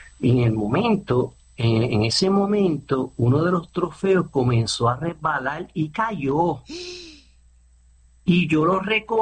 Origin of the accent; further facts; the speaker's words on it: Puerto Rico; moved away; Yo era un muchacho, yo imagínate, vine de Puerto Rico y viendo un sueño que por momentos parecía demasiado grande para ser real.